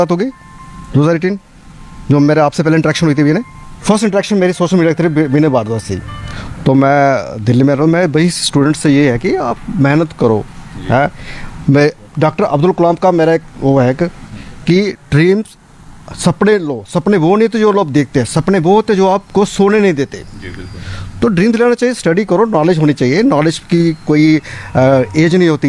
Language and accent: Hindi; Jammu and Kashmir, India; मैं जम्मू कश्मीर से बिलोंग करता हूँ